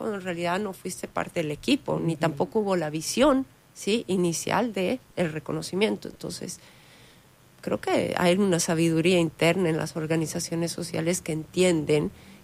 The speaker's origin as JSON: {"language": "Spanish", "country": "Bolivia"}